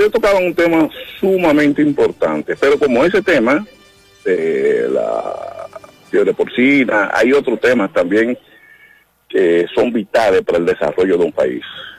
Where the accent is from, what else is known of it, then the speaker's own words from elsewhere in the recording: Dominican Republic; Lamentablemente, nosotros, como República Dominicana, el sistema nuestro nunca ha sido preventivo.